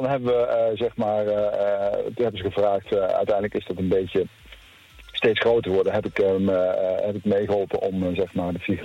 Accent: Groesbeek, Gelderland, Netherlands; also born or lived in Drenthe / Overijssel; Hè, want ik ben eigenlijk opgegroeid in Groesbeek bij Nijmegen. Daar liggen mijn roots eigenlijk.

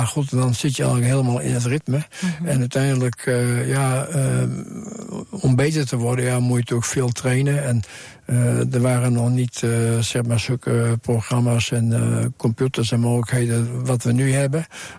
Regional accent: Friesland, Netherlands; we zitten in Friesland en ze zeggen ook wel bij ons in Friesland, de tijd houdt geen schoft.

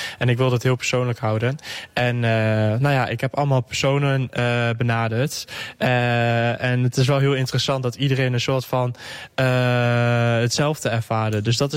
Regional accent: Buurse, Overijssel, Netherlands; Ja, ik ben zelf homo, ik val op jongens. En ik kom zelf dus uit Buurssen, een klein dorpje uit het oosten.

